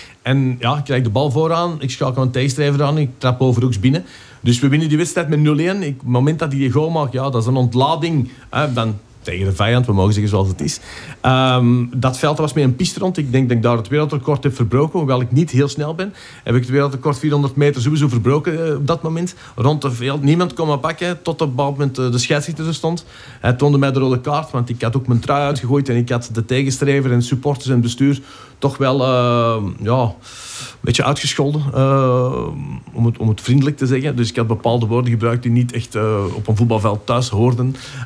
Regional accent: Antwerp, Flanders, Belgium; Ik ben een senior in hart en nieren. Ik ben geboren in Pieter van Oobokenstraat in het centrum Antwerpen.

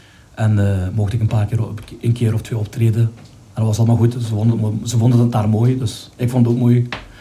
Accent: Maastricht, Limburg, Netherlands; Ik kom uit Maastricht, ja, klopt.

